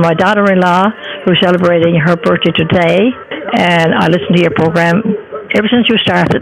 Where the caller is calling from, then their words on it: Labrador City, Newfoundland and Labrador, Canada; And I'm from Labrador City.